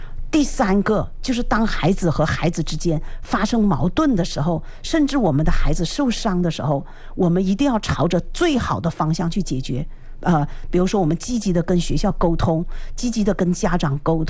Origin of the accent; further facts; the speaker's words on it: China; 就是我们中国人有句话，就是凡事好商量